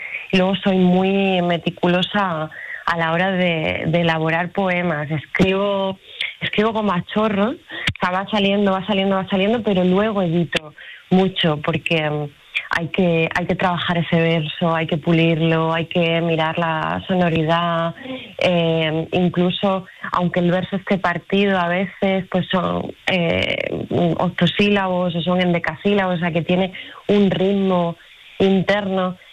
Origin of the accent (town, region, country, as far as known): Badajoz, Extremadura, Spain; born or raised there; also born or lived in Castro del Río, Córdoba / Brazil